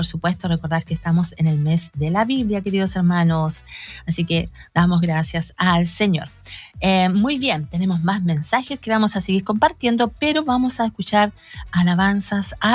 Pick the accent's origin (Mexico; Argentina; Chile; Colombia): Chile; Somos chilenos, así que nos alegramos en el Señor por permitirnos, ¿cierto?, vivir en un país tan hermoso, largo y angosto, con una diversidad de paisajes preciosos de norte a sur.